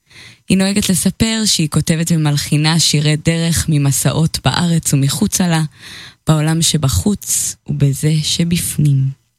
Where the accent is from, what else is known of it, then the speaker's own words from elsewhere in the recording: Jerusalem, Jerusalem District, Israel; ירושלמיות, born and raised